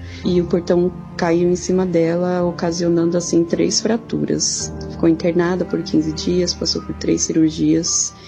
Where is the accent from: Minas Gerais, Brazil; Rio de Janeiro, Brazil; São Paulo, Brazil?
São Paulo, Brazil; Guarulhos; sou de Guarulhos.